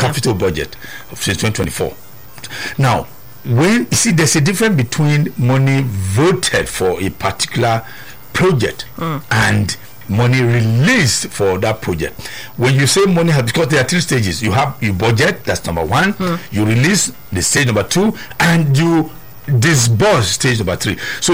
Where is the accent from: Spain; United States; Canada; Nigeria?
Nigeria; But again, I'm Nigerian.